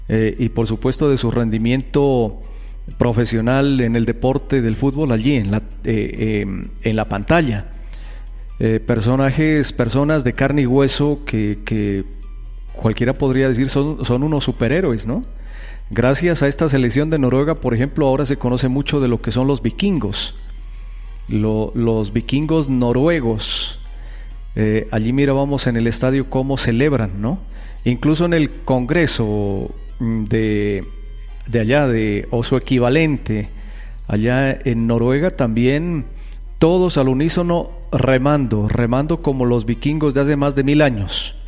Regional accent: Colombia; Todos somos colombianos, todos somos hijos de esta bonita patria.

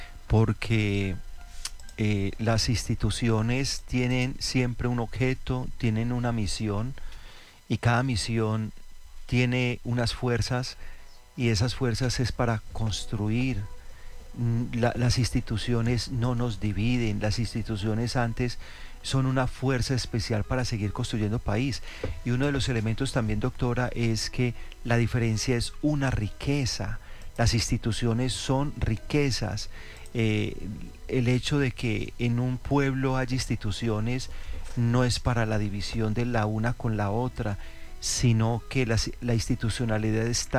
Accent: Colombia; yo como colombiano

